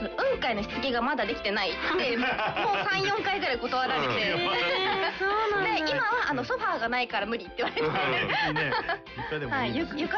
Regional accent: Saitama, Japan; 地元埼玉です

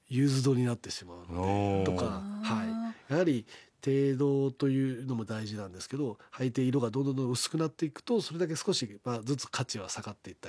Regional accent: Kochi, Japan; 自分高知県出身なんですけども

